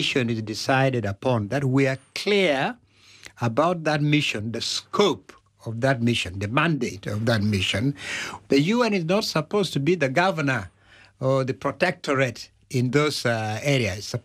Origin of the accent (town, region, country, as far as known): Uganda; also born or lived in North America; now in Western Europe